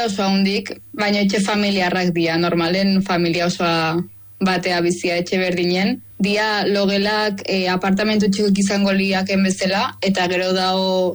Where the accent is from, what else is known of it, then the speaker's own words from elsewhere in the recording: Tolosa, Basque Country, Spain; now in Maldives; ni Tolosarra naiz.